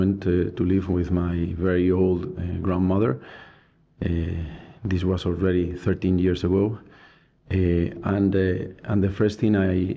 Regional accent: Galicia, Spain; moved away; also born or lived in Mexico / London; my mother and my family, we are from the northwest of Spain, from Galicia

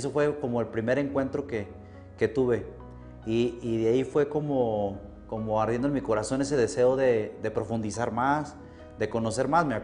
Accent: Mexico; porque yo soy de Yotlán

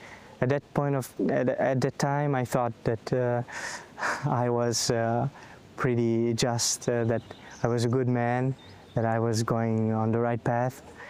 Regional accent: Croatia; moved away as an adult; now in Italy; I come from Croatia. I'm 25 years old.

